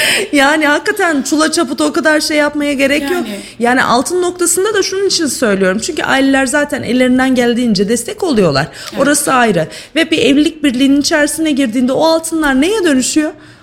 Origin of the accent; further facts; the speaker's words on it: Sivas, Turkey; Bir Sivaslı olarak.